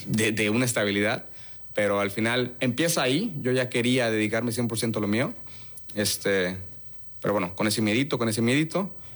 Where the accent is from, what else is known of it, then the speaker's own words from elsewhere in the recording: Tapachula, Chiapas, Mexico; moved away as an adult; now in Mérida, Mexico; tengo 27 años, soy de Tapachula, Chiapas. Ya llevo viviendo aquí 8 años en Mérida.